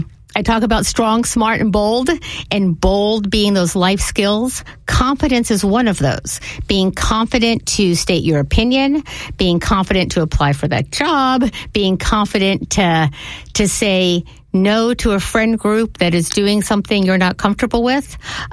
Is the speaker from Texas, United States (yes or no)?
no; Tulsa, Oklahoma, United States; moved away; I grew up in Tulsa, Oklahoma